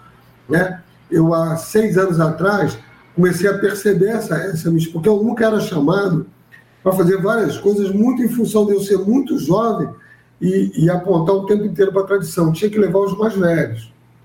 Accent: Rio de Janeiro, Brazil; also born or lived in Madureira, Rio de Janeiro; Eu nasci em Madureira, fui criado em Oswaldo Cruz.

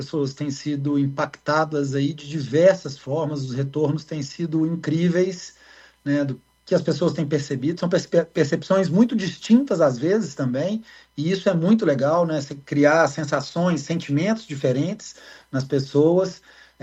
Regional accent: Minas Gerais, Brazil; eu sou aqui de Minas Gerais, eu moro aqui em Nova Lima

